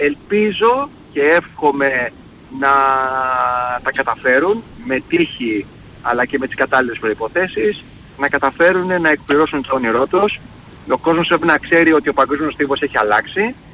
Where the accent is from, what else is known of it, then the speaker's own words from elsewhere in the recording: Lechaina, Western Greece, Greece; Διότι μεγάλωσα στα Λεχενά, ήταν ο πατέρας μου τότε στην πολεμική αεροπορία στην Αντραβίδα